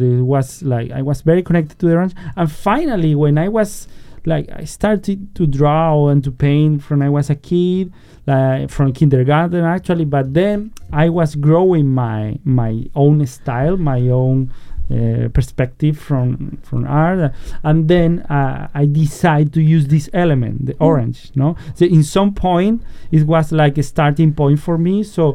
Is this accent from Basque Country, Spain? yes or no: no; Seville, Andalusia, Spain; English is a second language; Sure. Yeah, so yeah, I come from South Spain, in a city called Sabelia, Sevilla. Yeah, I recommend you everyone to visit Spain and my hometown, because it's really a special place, very historical place where I was growing up.